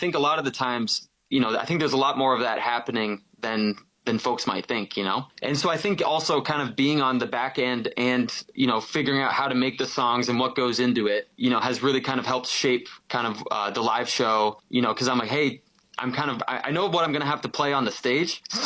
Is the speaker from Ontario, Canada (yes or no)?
yes; Fort Erie, Ontario, Canada; I'm from Fort Erie. I'm from the middle of nowhere.